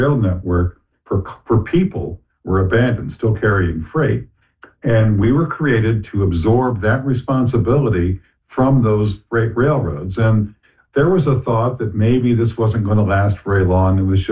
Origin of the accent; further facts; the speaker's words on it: Dayton, Ohio, United States; I'm an Ohio native. I was born in Dayton